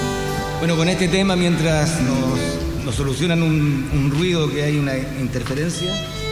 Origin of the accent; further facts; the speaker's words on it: Magallanes and Chilean Antarctica, Chile; los únicos que conocemos nuestra bandera somos los magallánicos.